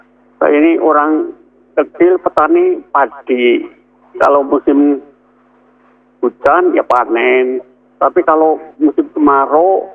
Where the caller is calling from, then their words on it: Rembang, Central Java, Indonesia; Anu, saya dari Rembang Purbalingga.